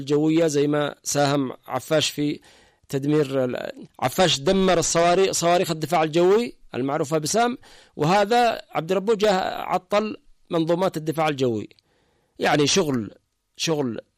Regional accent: Yemen

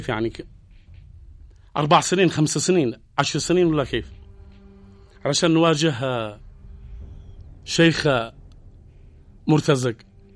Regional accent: Yemen; احنا كيمنيين

